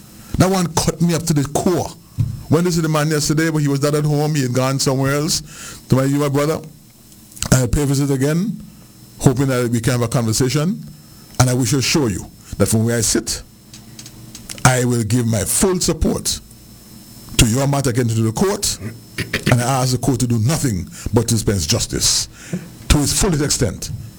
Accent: Liberta, Saint Paul, Antigua & Barbuda; born there; When there's a little boy growing up in Liberta

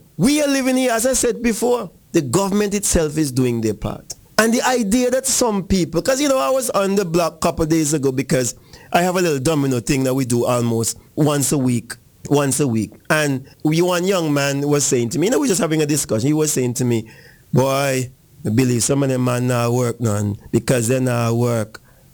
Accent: Antigua & Barbuda; We as people of Antigua and Barbuda

